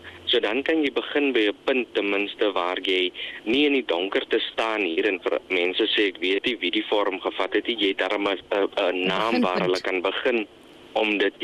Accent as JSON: {"language": "Afrikaans", "country": "Namibia", "said": "ons as inwoners en as Namibiërs"}